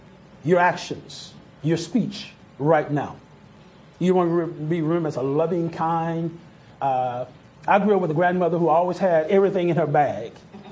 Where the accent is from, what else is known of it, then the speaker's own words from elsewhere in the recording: the South, United States; now in Oklahoma City, United States; Now, I grew up in the South, so I didn't know nothing about Oklahoma other than it was cowboy state, based on TV and stuff like that.